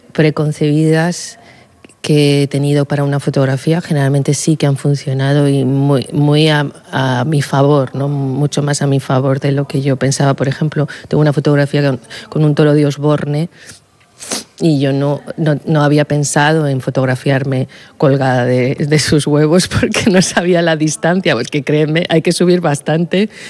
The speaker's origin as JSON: {"language": "Spanish", "town": "Madrid", "region": "Community of Madrid", "country": "Spain", "said": "Sí, yo soy madrileña y voy mucho al Rastro."}